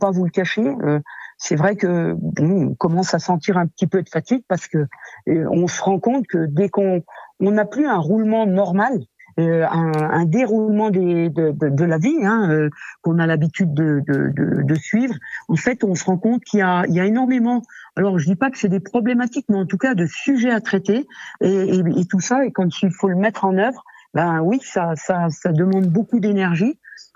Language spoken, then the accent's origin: French; Pralognan-la-Vanoise, Auvergne-Rhône-Alpes, France; je suis née à Pralognan